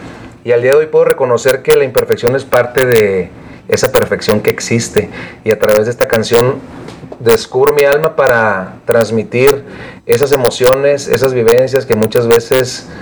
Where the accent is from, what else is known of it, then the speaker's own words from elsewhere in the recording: Mazatlán, Sinaloa, Mexico; yo vibraba desde muy pequeño la música sinaloense. Soy de Mazatlán